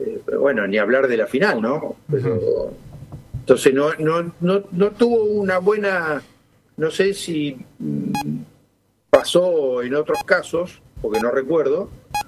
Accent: Rosario, Santa Fe, Argentina; now in Santa Fe, Argentina; Hace 28 años que me vine de Rosario a Santa Fe y bueno, la seguimos peleando.

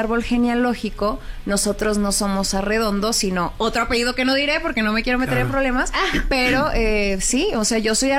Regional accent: Chihuahua, Mexico; Todos somos de Chihuahua.

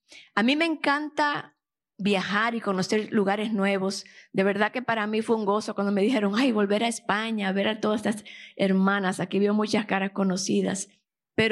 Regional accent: Dominican Republic; now in United States

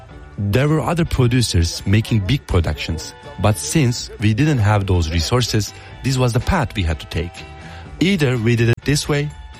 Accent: Istanbul, Turkey; English is a second language; Istanbul is an enormous city. I am from Ortaköy, one of the best districts.

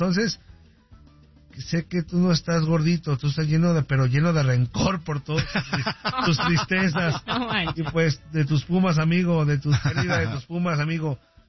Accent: El Salvador; Y yo que soy salvadoreño, sentí que México jugó como nunca.

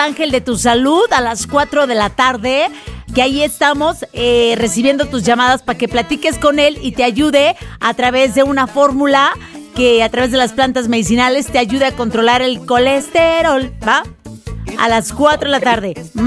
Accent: Mazatlán, Sinaloa, Mexico; now in Mexico City, Mexico; traje a mi madre de mi tierra, desde Mazatlán.

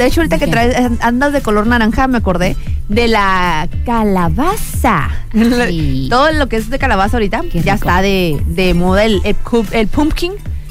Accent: Mexico; Todo el año somos mexicanos.

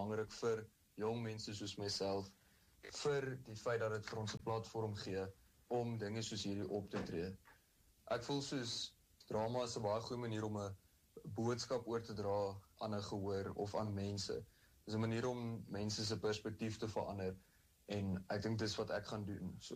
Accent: Randfontein, Gauteng, South Africa; Ek's 18 jaar oud en ek's van Randfontein af, dis 'n dorpie baie naby aan Johannesburg.

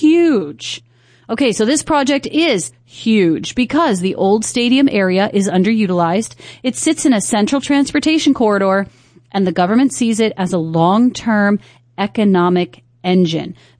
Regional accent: Makakilo, Hawaii, United States; And so I came from Makakilo side, definitely not used to this type of traffic or noise for that matter.

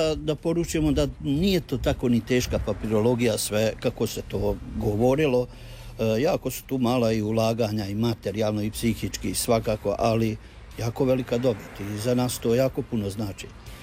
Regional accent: Domaljevac, Federation of Bosnia and Herzegovina, Bosnia & Herzegovina; dolazim iz Domaljevca

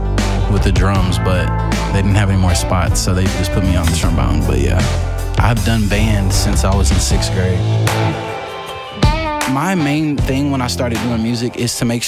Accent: the South, United States; I am from the South.

